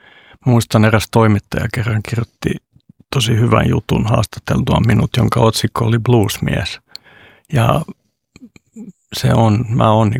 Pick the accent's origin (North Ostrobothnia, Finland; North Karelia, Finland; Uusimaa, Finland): Uusimaa, Finland; Helsinki; first language Swedish; Finnish is a second language; tuonne 10-vuotiaaksi saakka niin vartuin kerrostalopihalla iso taloyhtiö Ulvilantiellä Munkkivuoressa raput A-sta F-ään 6 tai 7 kerrosta